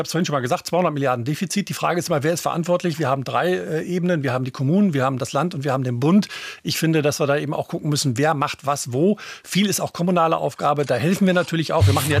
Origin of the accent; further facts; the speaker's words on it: North Rhine-Westphalia, Germany; Ich komme ja aus der Region hier, ich wohne gar nicht weit weg von Köln, habe 18 Jahre hier in Köln gearbeitet, auch andere Städte, Essen habe ich mal gewohnt.